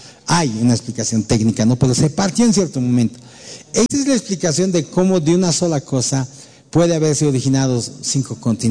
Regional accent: Bolivia

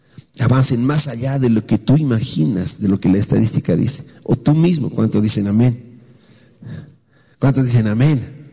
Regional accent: Bolivia; nosotros como bolivianos

